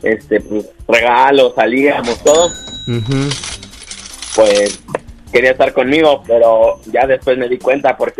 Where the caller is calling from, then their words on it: Mexico City, Mexico; Tengo 20 años y aquí estoy de la Ciudad de México.